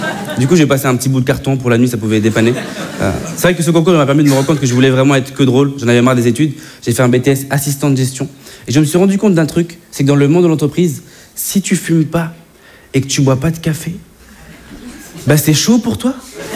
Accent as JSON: {"language": "French", "town": "Bordeaux", "region": "Nouvelle-Aquitaine", "country": "France", "said": "Moi je viens de Bordeaux, je sais pas s'il y en a qui me connaissent par applaudissement dans la salle."}